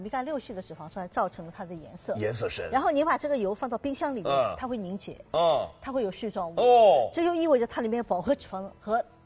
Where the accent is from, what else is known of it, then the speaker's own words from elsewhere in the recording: China; 我们中国人其实吃深海鱼的，如果不是沿海城市，吃的比较少